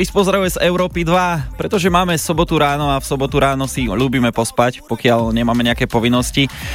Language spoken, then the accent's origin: Slovak; Kremnica, Banská Bystrica Region, Slovakia; u nás v Kremnici, krásne detské časy